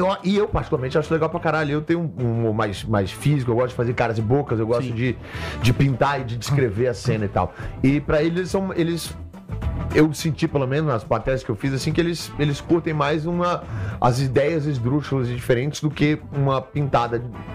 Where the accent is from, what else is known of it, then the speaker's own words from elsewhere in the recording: Brazil; Eu sou humorista brasileiro.